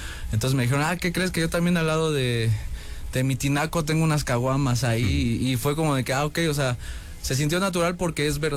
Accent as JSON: {"language": "Spanish", "town": "Gustavo A. Madero", "region": "Mexico City", "country": "Mexico", "tie": "born or raised there"}